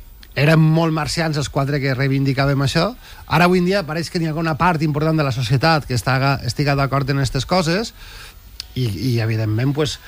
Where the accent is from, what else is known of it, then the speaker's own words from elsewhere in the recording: Pego, Valencian Community, Spain; Clar, som de Pego